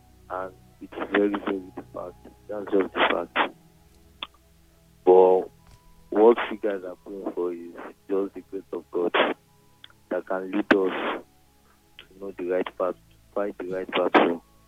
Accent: Lagos, Nigeria; But all of us were born and brought up in Lagos here.

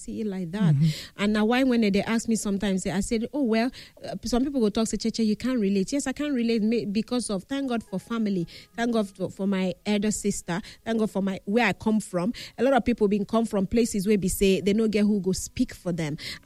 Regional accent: Nigeria; I'm a Nigerian.

